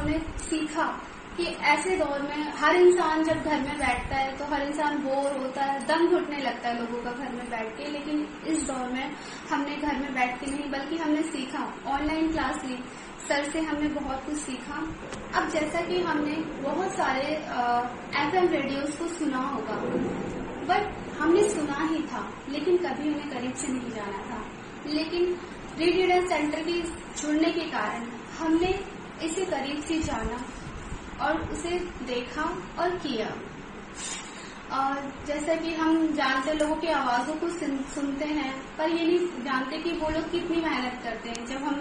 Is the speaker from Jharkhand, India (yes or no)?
no; Delhi, India; और मैं दिल्ली से हूँ।